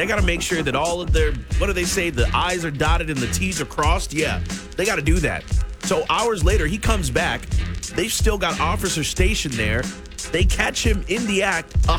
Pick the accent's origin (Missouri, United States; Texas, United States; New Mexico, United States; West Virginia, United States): Missouri, United States; St. Louis; moved away as an adult; now in Nebraska, United States; I'm from St. Louis. I lived there my entire, I guess, child life. And then I moved to Nebraska when I was an adult.